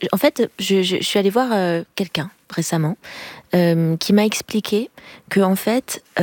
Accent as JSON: {"language": "French", "town": "Paris", "region": "Île-de-France", "country": "France", "tie": "born or raised there", "said": "Moi, vraiment à Paris. Voilà, parisienne, je suis née dans le Paris même."}